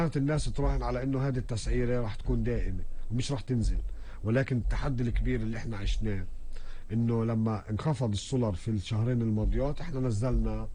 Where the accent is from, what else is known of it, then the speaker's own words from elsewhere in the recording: Palestine; في دول مجاورة عندنا ما فيش عندهم أسطول زي الموجود عندنا بفلسطين